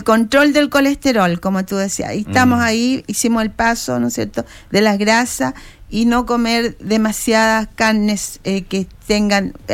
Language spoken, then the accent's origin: Spanish; Chile